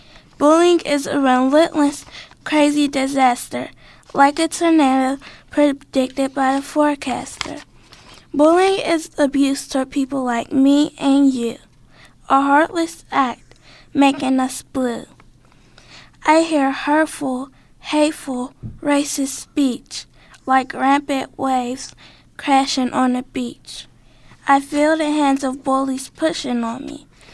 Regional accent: Pennsylvania, United States; now in Wilkinsburg, United States; I'm from the South Side, but currently I live in Wilkinsburg.

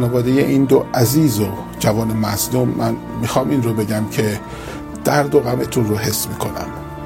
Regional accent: Isfahan, Iran; منی که خودم اهل اصفهان هستم

